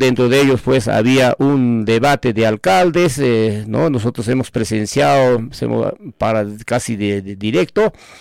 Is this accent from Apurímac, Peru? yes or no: no; Ayacucho, Peru; yo conozco esa parte porque es mi tierra y me siento orgulloso, pues, ¿no?, de ser breapampino.